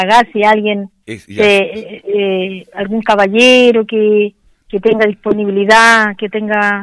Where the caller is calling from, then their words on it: Rengo, O'Higgins, Chile; yo vivo en Rengo.